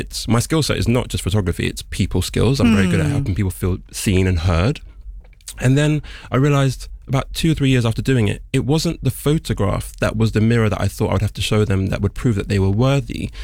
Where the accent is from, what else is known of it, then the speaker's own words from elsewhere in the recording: United Kingdom; being British